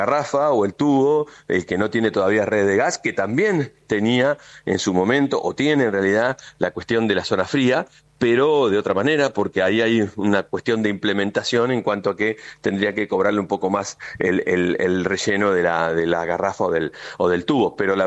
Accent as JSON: {"language": "Spanish", "country": "Argentina", "said": "lo que pasa a otro argentino"}